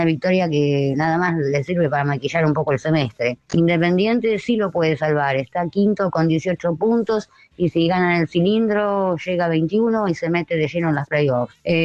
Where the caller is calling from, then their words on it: Buenos Aires, Argentina; de Barrio Norte